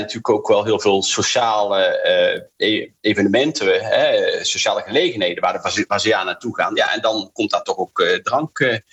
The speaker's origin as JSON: {"language": "Dutch", "country": "Netherlands", "said": "Hè, bij voetbal bijvoorbeeld als Nederlanders samen. Dan drink je ook een biertje."}